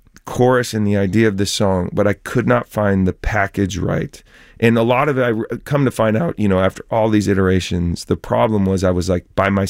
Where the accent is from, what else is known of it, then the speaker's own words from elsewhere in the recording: Eugene, Oregon, United States; now in Nashville, United States; So I'm from Eugene, Oregon originally. Sixth generation Oregonian.